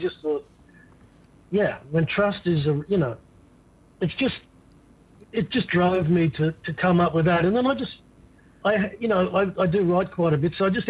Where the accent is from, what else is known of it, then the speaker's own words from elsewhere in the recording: Brisbane, Queensland, Australia; Look, I grew up in Brisbane, and I, in the... I was playing music in the early 80s in Brisbane